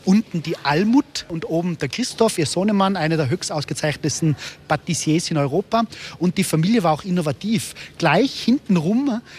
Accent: Tyrol, Austria; muss ich jetzt natürlich als Tiroler sagen

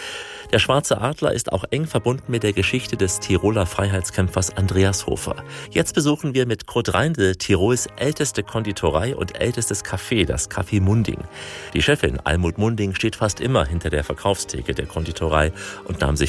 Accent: Saxony, Germany; Als Sachse kennt man den Bautzner.

